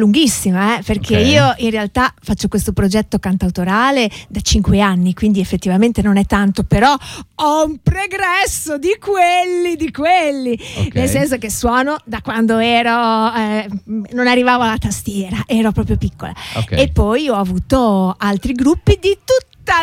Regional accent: Ravenna, Emilia-Romagna, Italy; now in Turin, Italy; io non sono di Torino, io sono di Ravenna, sono venuta qui 5 anni fa, quindi sono nuova di Torino anche per questo, sono della Romagna verace.

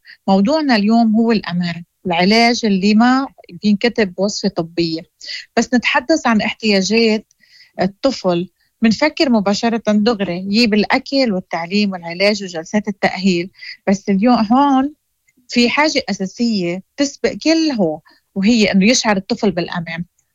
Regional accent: Lebanon; معكم أنا من لبنان، أكيد رئيسة جمعية أنقذ طفلك ومديرة التحالف

